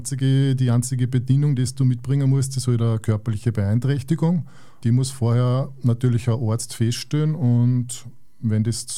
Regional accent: Bach, Upper Austria, Austria; Genau, also ich komme aus Bach bei Schwanenstadt, also kleinste Gemeinde Oberösterreichs einwohnermäßig mit ungefähr 320 Einwohnern.

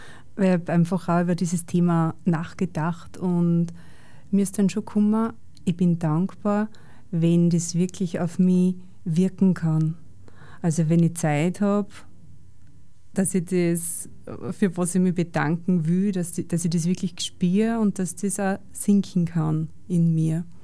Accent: Steyr, Upper Austria, Austria; born there; now in Linz, Austria; Ich bin in Steyr geboren und habe dann sehr bald meinen Freund und meinen jetzigen Mann kennengelernt.

